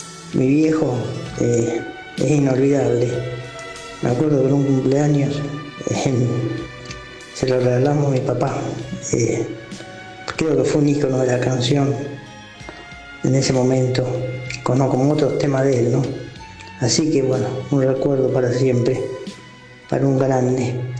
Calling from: Rosario, Santa Fe, Argentina; de Rosario.

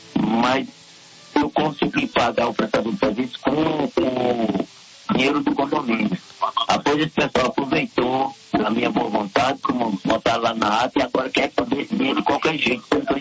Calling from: Brazil; Eu falo do Jardim Esmeralda.

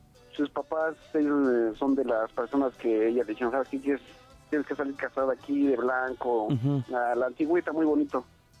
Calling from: Tizayuca, Hidalgo, Mexico; yo soy de Tizayuca, Hidalgo.

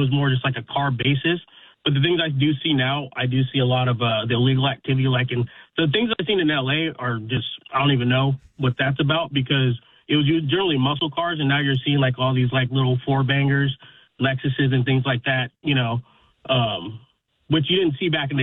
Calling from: California, United States; I'm from Northern California.

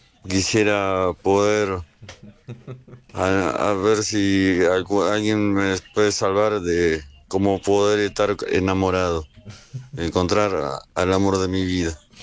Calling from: Paso del Rey, Buenos Aires Province, Argentina; de Zona Paso del Rey, Entre Moreno, 47 años, cumplo ahora el 19

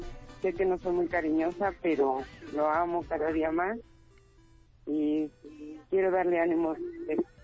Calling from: Valle de Chalco, State of Mexico, Mexico; Desde Valle de Chalco.

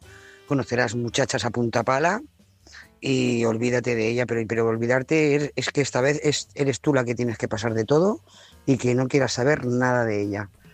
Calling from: Lloret de Mar, Catalonia, Spain; Lloret de Mar.

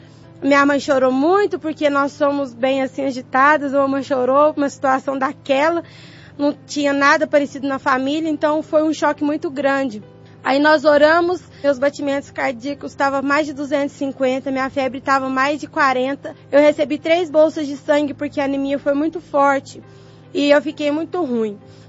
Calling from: Lavras, Minas Gerais, Brazil; Sou da cidade de Lavras, de Minas Gerais.

